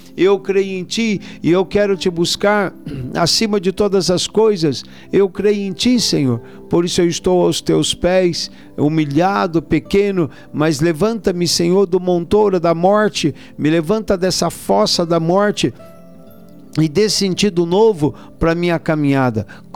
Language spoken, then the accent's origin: Portuguese; Mogi Guaçu, São Paulo, Brazil; Na minha juventude, quando era jovem lá em Mogi Guaçu, eu experimentei os retiros inacianos e era uma riqueza extraordinária.